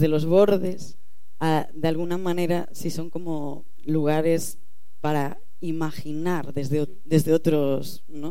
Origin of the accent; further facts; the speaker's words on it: Galicia, Spain; nosotras somos de Galicia, que sí que está ahí como en el fin de la tierra